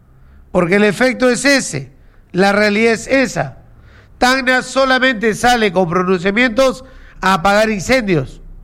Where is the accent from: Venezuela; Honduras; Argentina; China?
China; Total, soy chino y como chino paciencia tengo.